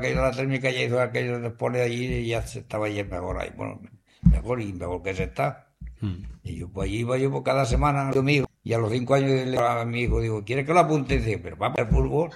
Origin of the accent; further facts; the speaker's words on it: Cubelles, Catalonia, Spain; Yo soy de Cubella, yo cubillense.